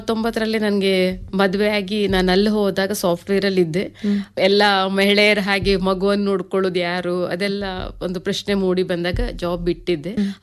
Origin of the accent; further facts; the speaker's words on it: Saligrama, Karnataka, India; also born or lived in Sagar / Udupi / Mangaluru / Sharjah, UAE; ನಾನು ಆಕ್ಚುಲಿ ಹುಟ್ಟಿ ಬೆಳೆದಿದ್ದು ಅಲಿಗ್ರಾಮ ಕೋಟ, ಉಡುಪಿ ಜಿಲ್ಲೆ ಬರ್ತದೆ.